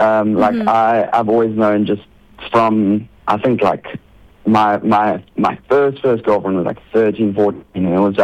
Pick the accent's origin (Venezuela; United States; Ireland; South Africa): South Africa; Durban, KwaZulu-Natal; now in Cape Town, South Africa; I'm originally from Durban. We're living in Cape Town right now, but at the end of this month, we're actually moving back to Durban